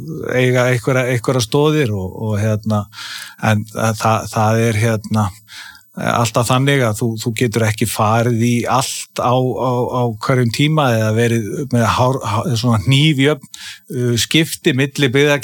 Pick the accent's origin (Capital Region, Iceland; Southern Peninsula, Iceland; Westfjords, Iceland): Southern Peninsula, Iceland; Sandgerði; Ég fættur uppalinn hérna á Íslandi og borum hann búsettur í Sangeri bara nær allt mitt líf